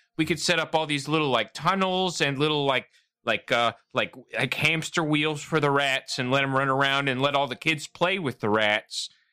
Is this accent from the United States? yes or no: yes; Wisconsin, United States; we're from Wisconsin and... And me and my boy here, it's his birthday.